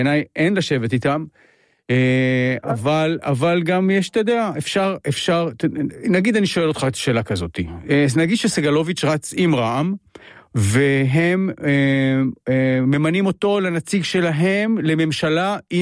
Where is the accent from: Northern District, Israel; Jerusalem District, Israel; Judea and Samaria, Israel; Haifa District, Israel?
Jerusalem District, Israel; Jerusalem; אני, אתה יודע, אני ירושלמי. אני נתקלתי בשנאה, אני נתקלתי בשנאה החרדית עוד בילדותי.